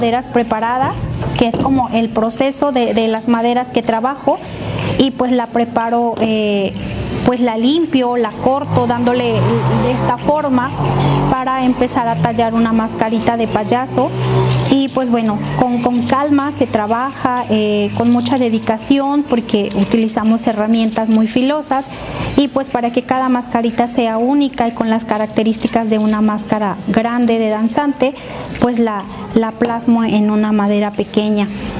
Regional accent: Xico, Veracruz, Mexico

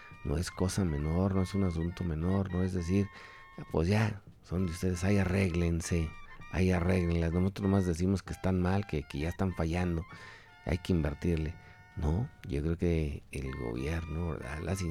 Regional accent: Genaro Codina, Zacatecas, Mexico; se tronó e inundó la mitad de mi pueblo allá en Genaro Codina

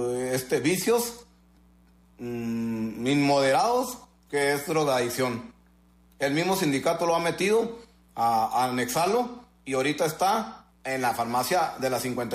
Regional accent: Delicias, Chihuahua, Mexico; Yo soy un ciudadano de Delicias, Chihuahua, originario y nacido aquí.

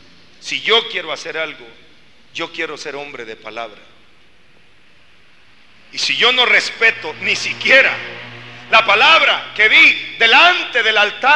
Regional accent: Guatemala; Yo vengo de un país de Centroamérica que se llama Guatemala

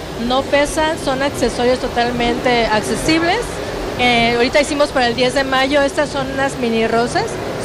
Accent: Mérida, Yucatán, Mexico; Pues aquí estamos presentes, somos de Mérida, Yucatán.

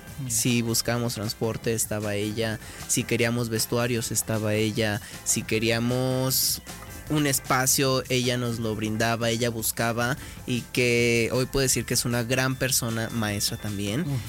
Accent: Aguascalientes, Mexico; el folclórico de mi tierra, aguascalentenses

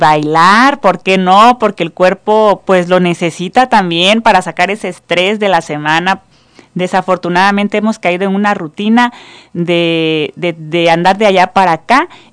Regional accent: Costa Chica, Mexico

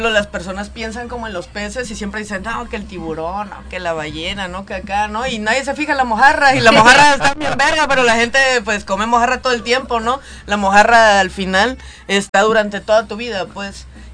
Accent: Acapulco, Guerrero, Mexico; moved away; En algún momento de nuestras vidas también nos fuimos como de Acapulco y este pedo, pero sí traemos como mucha esta identidad costeña

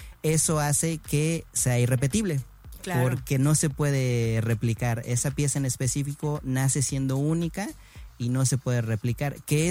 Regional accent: Mexico City, Mexico; yo soy de Ciudad de México

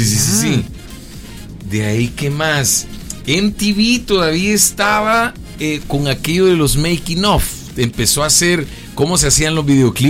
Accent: El Salvador; Aquí somos mochileros los salvadoreños.

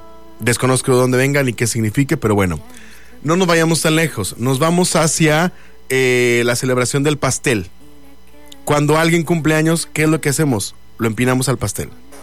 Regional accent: Mexico; nosotros como mexicanos

